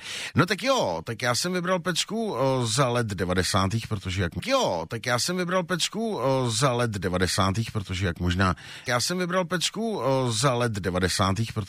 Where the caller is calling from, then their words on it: Olomouc, Olomouc Region, Czechia; Kamaráde z Olomouce, zdravím mé rodné město ještě jednou